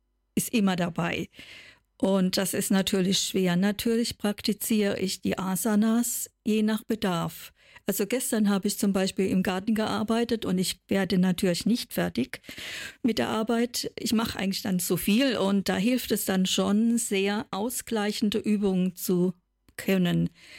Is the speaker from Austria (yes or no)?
no; Baden-Württemberg, Germany; accent: southern German; ich komme aus Süddeutschland, wie man das wohl hört von der Sprachmelodie. Ich komme aus dem Rhein-Neckar-Kreis.